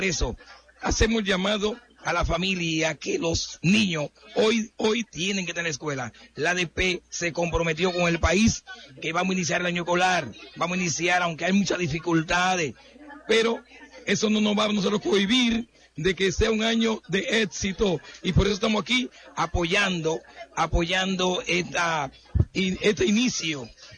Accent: Dominican Republic; mucho aprendizaje, que el país desarrolle, que el país de verdad llegue a los niveles que queremos como dominicanos.

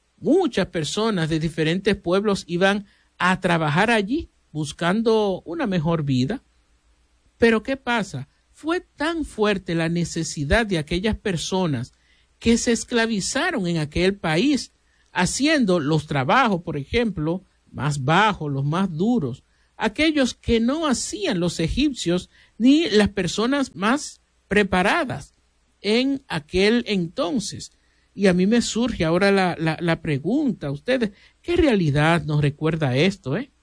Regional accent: Dominican Republic; No podemos hablar de nosotros, por ejemplo, como los dominicanos nada más.

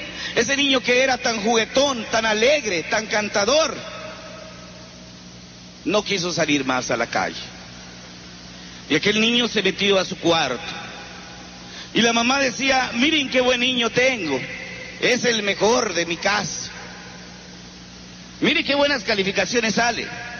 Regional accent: Tanlajas, San Luis Potosí, Mexico; born there; moved away; also born or lived in Tambaca; Yo soy de su pueblo. Mi pueblo se llama Tanlajas. Es la primera vez que creo que menciono mi pueblo. Siempre Tambaca me ha robado mi lugar de origen. Tanlajas es donde yo nací.

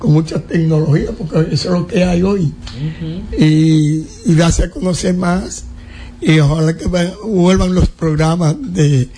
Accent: Dajabón, Dominican Republic; ¿de dónde es usted? Digo, de Dajabón.

